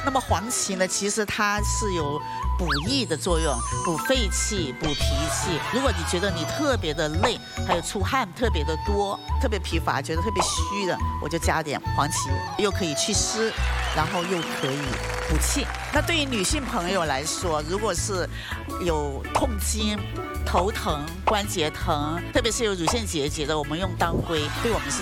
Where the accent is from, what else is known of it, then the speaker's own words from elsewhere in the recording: Guangdong, China; 我们广东人呢